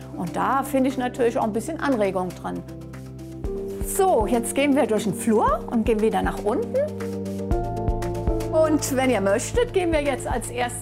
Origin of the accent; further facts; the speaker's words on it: Gelbach valley, Rhineland-Palatinate, Germany; Ich bin praktisch im Wald aufgewachsen, und zwar im Gelbachtal.